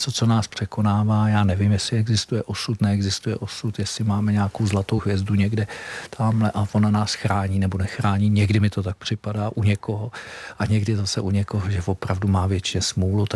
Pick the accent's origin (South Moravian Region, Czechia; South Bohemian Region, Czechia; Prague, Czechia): South Bohemian Region, Czechia; Český Krumlov; já jsem z Českého Krumlova